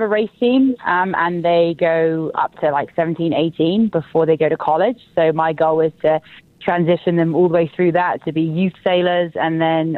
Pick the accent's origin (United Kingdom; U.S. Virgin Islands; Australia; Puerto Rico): United Kingdom; moved away as an adult; also born or lived in Canada / United States / New Zealand; now in Utah, United States; So originally, as you can tell from my accent, from the UK.